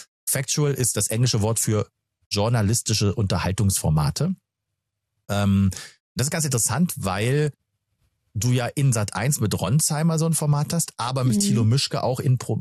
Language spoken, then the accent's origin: German; France; German is a second language; Ich habe eine französische Vorname. Und bei uns in Frankreich sagt man Padel.